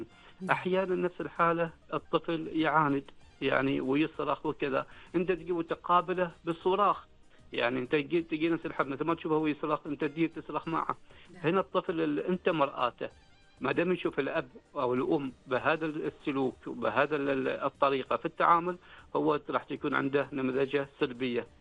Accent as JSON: {"language": "Arabic", "country": "Oman", "said": "نحن تربينا تربية نوعا ما مثل ما تقول موحدة كعمانيين، يعني بيئة متكافئة أو بيئة يعني نمطها متقارب نوعا ما"}